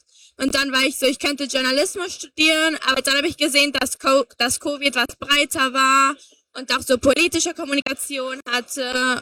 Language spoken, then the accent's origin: German; Barcelona, Catalonia, Spain; now in Munich, Germany; Nein, ich komme aus Barcelona.